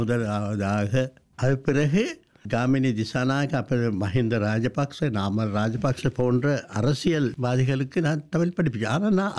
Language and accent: Tamil; Sri Lanka; first language Sinhala; Tamil is a second language; எனது தாய்மொழி சிங்களம், ஆனால் தமிழும் என்னது எனது இரண்டாவது தாய்மொழி நான் கூற விரும்புகின்றேன்.